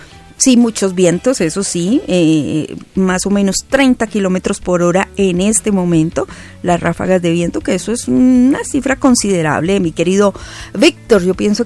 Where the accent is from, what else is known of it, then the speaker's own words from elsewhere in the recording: Fusagasugá, Cundinamarca, Colombia; born there; moved away; desde la bella ciudad jardín, Fusagasugá, mi tierra natal, mi tierra bella